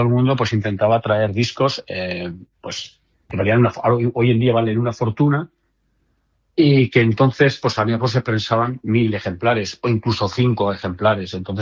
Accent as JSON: {"language": "Spanish", "area": "Teruel", "region": "Aragon", "country": "Spain", "said": "porque soy de Teruel"}